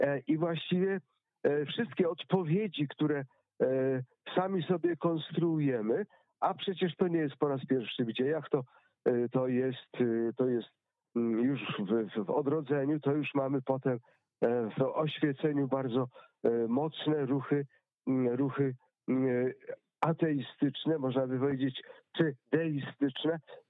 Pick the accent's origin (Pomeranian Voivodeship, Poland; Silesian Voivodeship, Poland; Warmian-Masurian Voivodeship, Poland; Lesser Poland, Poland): Pomeranian Voivodeship, Poland; z moich rodzinnych stron, mianowicie Kaszuby, wieś koło Herowa